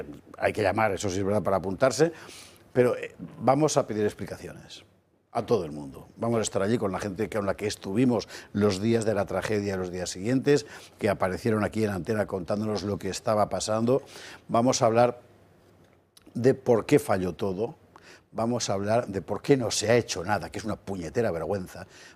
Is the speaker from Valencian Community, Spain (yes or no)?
yes; Valencian Community, Spain; También es un acto, en fin, para mí que soy valenciano